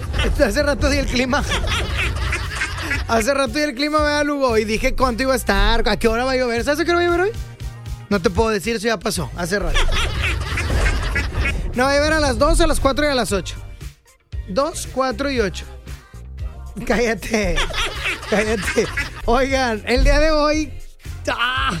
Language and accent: Spanish; San Nicolás, Nuevo León, Mexico; born there; also born or lived in Apodaca / General Escobedo; Nunca he vivido en Guadalupe. Nomás he vivido en tres municipios. Ya decidan ustedes. Nada más he vivido en San Nicolás, Apodaca y Escobedo. Uno de esos tres es.